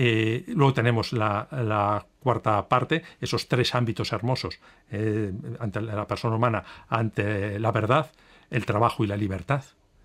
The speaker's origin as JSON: {"language": "Spanish", "country": "Spain", "said": "La presencia del Papa León XIV en España, para mí personalmente, como español, como obispo, como cristiano, es una enorme alegría"}